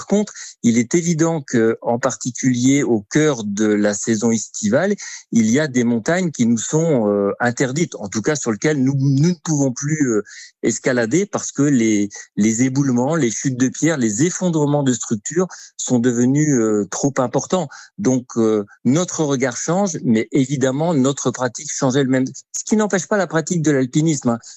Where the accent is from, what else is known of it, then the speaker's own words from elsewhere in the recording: Auvergne-Rhône-Alpes, France; chez nous, en Oisans